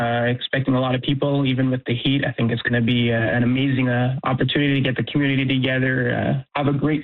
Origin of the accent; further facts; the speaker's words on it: Greenfield Park, Quebec, Canada; You know, I was born and raised in Greenfield Park.